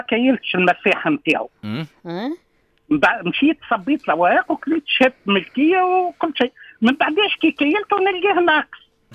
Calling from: Ezzahra, Ben Arous, Tunisia; من الزهرة

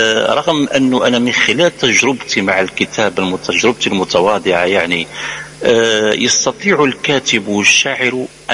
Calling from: Algeria; أنا أحييكم من الجزائر، أحيي مستمعين الكرام، مستمعي داعة تطاوين ومتذوقي الكلمة والأصدقاء في تونس الشقيقة

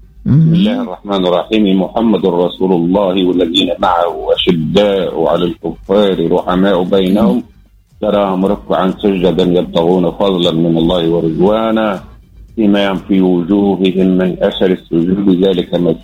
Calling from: Medenine, Tunisia; من مدنينة.

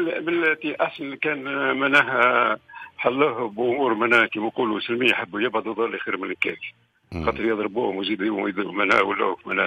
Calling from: El Djem, Mahdia Governorate, Tunisia

